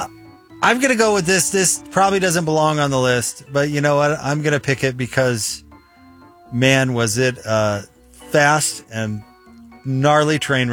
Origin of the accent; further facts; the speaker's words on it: Massachusetts, United States; you grew up right down the block from me. We're from Massachusetts.